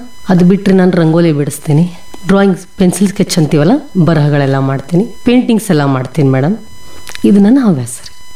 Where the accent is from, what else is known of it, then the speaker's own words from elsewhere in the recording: Belagavi, Karnataka, India; ಹುಟ್ಟಿ ಬೆಳೆದಿದ್ದೆಲ್ಲ ಇಲ್ಲೇ ಮೇಡಮ್.